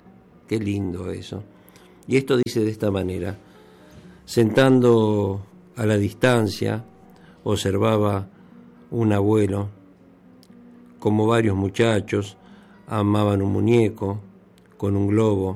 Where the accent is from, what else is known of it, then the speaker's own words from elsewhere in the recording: Argentina; porque somos argentinos ante todos